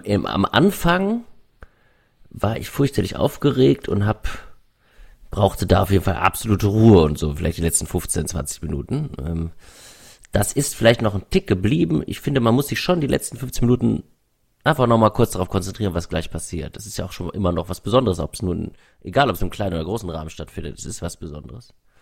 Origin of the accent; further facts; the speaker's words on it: Wuppertal, North Rhine-Westphalia, Germany; moved away as an adult; now in Berlin, Germany; ich komme aus Wuppertal ursprünglich, da habe ich auch die ersten 25 Jahre gelebt